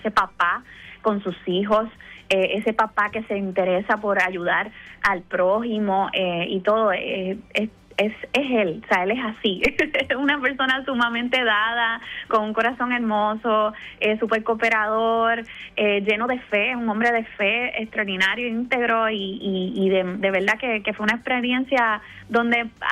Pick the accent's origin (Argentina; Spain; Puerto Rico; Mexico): Puerto Rico; También tenemos a Osvaldo Friger y a Laura Alemán y a mí, que somos puertorriqueños